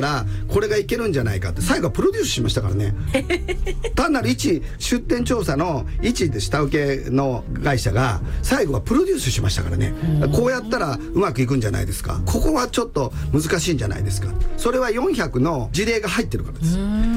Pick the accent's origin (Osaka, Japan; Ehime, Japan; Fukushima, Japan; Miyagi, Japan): Osaka, Japan; あの私は大阪で生まれ育って、